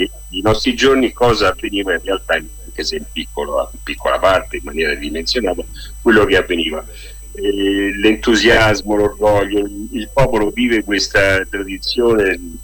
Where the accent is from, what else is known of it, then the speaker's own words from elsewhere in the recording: Rome, Lazio, Italy; also born or lived in Monteleone di Spoleto; Io sono di Roma, però da 35 anni ormai sono legato a questo paese